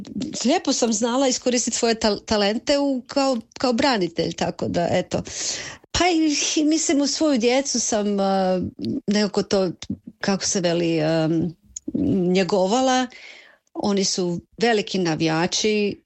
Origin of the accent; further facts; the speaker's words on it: Zagreb, City of Zagreb, Croatia; moved away; ja sam odrasla u Zagrebu